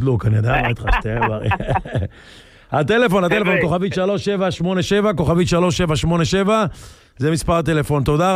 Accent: Bat Yam, Tel Aviv District, Israel

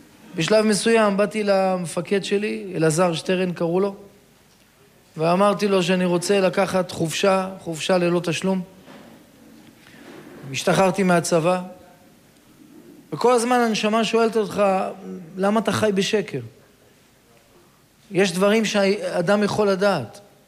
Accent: Caesarea, Haifa District, Israel; born there; אני זוכר שהיינו גרים בקיסריה

